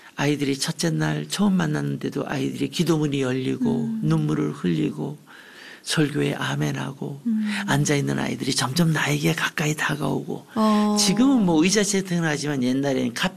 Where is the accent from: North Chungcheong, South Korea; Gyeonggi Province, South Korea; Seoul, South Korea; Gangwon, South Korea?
Gangwon, South Korea; 강원도 저의 고향 강원도